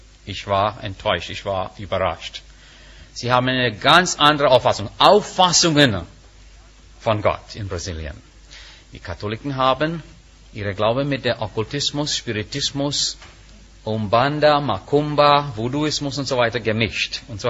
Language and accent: German; India; German is a second language; Es gibt Unzufriedenheit auch in Indien. Auch in Indien. Ich bin Inder.